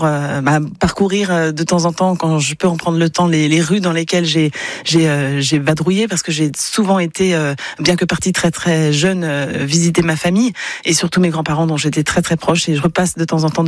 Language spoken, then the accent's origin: French; France; born there; also born or lived in Le Creusot, Burgundy; quand j'arrive à Sarenfel, enfant, on vit dans une maison, avec un grand jardin. Mes parents sont locataires de cette maison. Ouais. On a des voisins au-dessus, on habite au rez-de-chaussée.